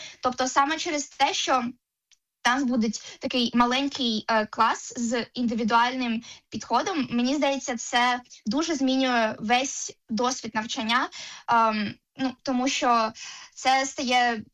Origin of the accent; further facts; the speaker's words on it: Enerhodar, Zaporizhzhia Oblast, Ukraine; приїхала до Києва. Я сама не з Києва, я з Енергодару, тому це було таке дуже прям велике adventure